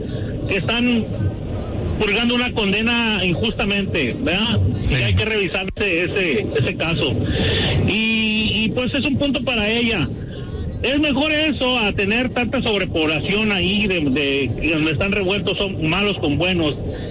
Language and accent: Spanish; Mexico; Yo viví en, soy mexicano, sé cómo están las situaciones en México.